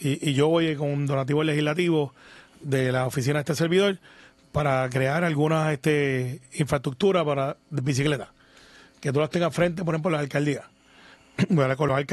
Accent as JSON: {"language": "Spanish", "town": "Guaynabo", "country": "Puerto Rico", "said": "yo mi familia es de ahí, yo soy de Antes se llamaba Cantagallo, ahora le dicen Singing Rooster porque estamos en Guaynabo City"}